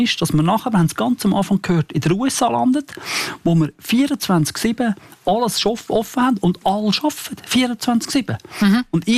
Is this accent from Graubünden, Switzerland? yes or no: no; Zurich, Switzerland; Ich bin in Zürich aufgewachsen, ich wohne nicht mehr in der Stadt.